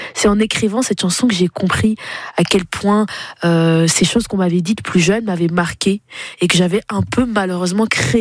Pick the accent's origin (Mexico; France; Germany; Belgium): Belgium; Flanders; en plus moi j'ai grandi en Flandre, donc la partie flamande de la Belgique.